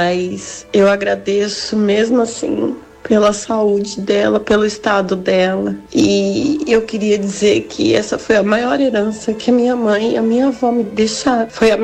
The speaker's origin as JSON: {"language": "Portuguese", "region": "São Paulo", "country": "Brazil", "said": "eu sou de São Paulo, eu escuto vocês há muitos anos."}